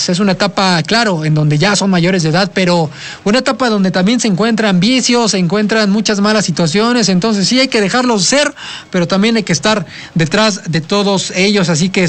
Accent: Mexico; yo como mexicano

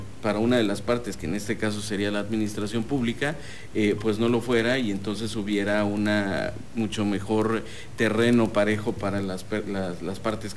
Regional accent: Tabasco, Mexico; now in Mexico City, Mexico; Yo soy tabasqueño, pero claro, Vivo allá en la Ciudad de México

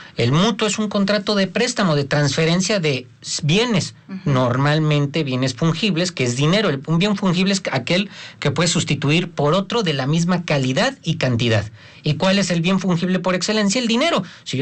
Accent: Mexico

